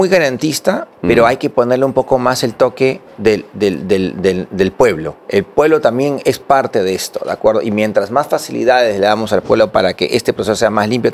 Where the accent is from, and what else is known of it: Peru